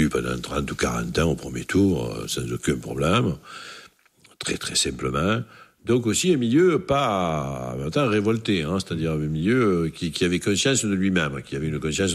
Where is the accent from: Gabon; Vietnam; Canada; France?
France; Marseille, Provence-Alpes-Côte d'Azur; Et je n'étais même pas marseillais, j'étais de l'Estac, hein. Enfin, j'étais de ce quartier-là.